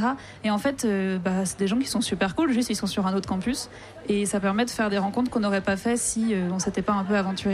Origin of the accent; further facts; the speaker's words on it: Besançon, Bourgogne-Franche-Comté, France; Et même si j'étais de Besançon, en fait, je me suis retrouvée un peu séparée de tous mes amis du lycée